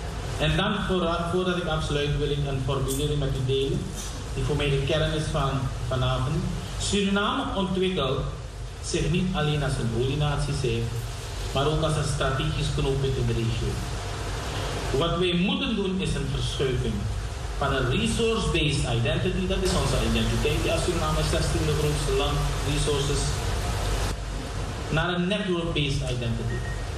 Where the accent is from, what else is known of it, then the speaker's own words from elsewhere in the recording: Delft, South Holland, Netherlands; En natuurlijk heb ik ook met de mensen hier in Delft, van waar ik kom.